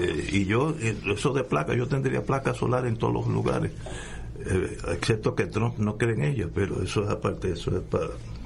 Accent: Puerto Rico

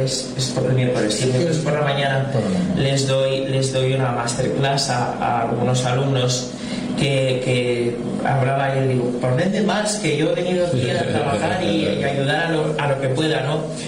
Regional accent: Valencian Community, Spain

